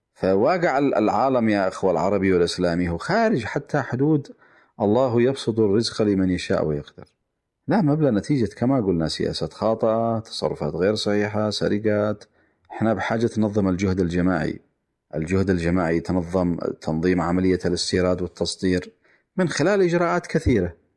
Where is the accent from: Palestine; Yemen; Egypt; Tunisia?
Yemen; عندنا في اليمن